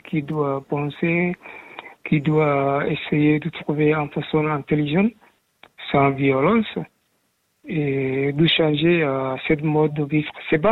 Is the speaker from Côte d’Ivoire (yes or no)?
no; Somalia; moved away; Moi, quand j'étais petit en Somalie